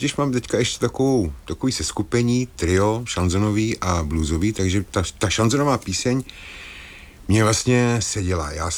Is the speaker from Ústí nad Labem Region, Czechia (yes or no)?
yes; Most, Ústí nad Labem Region, Czechia; ta kapela je z Mostu, já jsem z Mostu